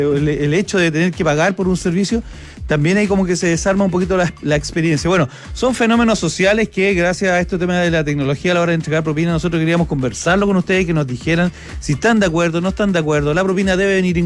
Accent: Chile

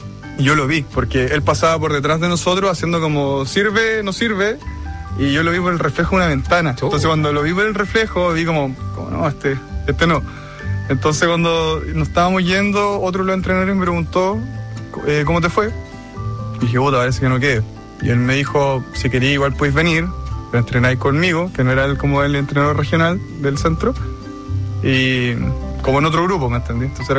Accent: Temuco, Araucanía, Chile; Tengo 35 años, yo nací en Temuco. Toda mi infancia la vivía allá, bastante normal.

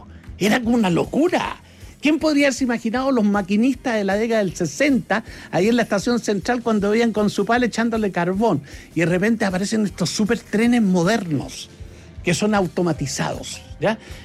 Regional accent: Argentina; Somos latinos. Entonces, de repente, vienen a veces los españoles, vienen los ingleses, y nos tratan de decir, ¿pero cómo? ¿Y cómo? Así somos. Nosotros, mira, ni siquiera somos iguales entre nosotros, los argentinos

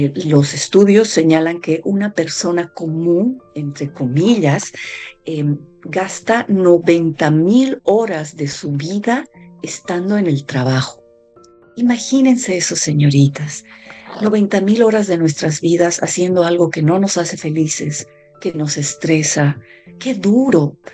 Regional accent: Bolivia; now in Hawaii, United States; soy boliviana, resido en Hawái desde, van a ser 7 años ya

